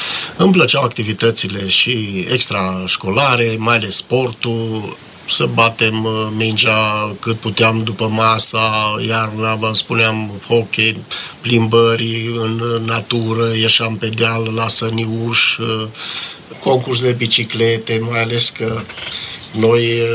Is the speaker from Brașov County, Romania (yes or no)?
no; Jucu de Mijloc, Cluj County, Romania; Jucu de Mijloc, satul meu natal, care face parte din comuna Jucu, era preponderent cu legumicultură și alimenta tot Clujul.